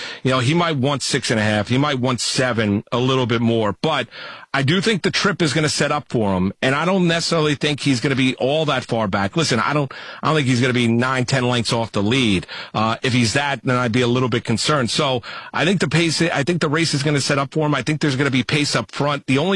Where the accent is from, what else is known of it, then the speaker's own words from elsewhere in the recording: East Coast, United States; Listen, I grew up on the East Coast. I didn't grow up out in Southern California.